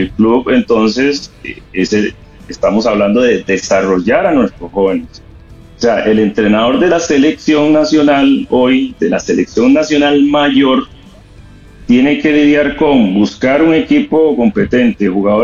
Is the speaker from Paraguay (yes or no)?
no; Limón, Costa Rica; venimos de Limón